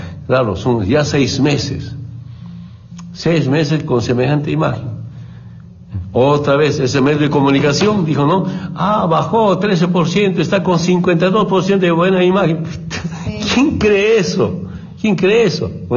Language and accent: Spanish; Orinoco, Oruro, Bolivia; moved away; Yo cuando me vine de Orinoco acá, de Oruro al trópico, quería plantar plátano, naranja, coca, y quería estudiar, quería ser periodista.